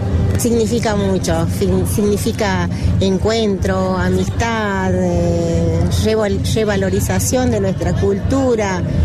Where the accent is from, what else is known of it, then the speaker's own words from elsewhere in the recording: Argentina; yo como argentina, ya somos campeones